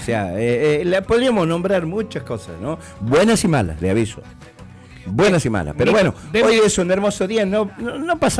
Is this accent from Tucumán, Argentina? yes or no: yes; Monteagudo, Tucumán, Argentina; moved away as an adult; lo que era mi pueblo, donde nací, donde viví hasta los 17 años.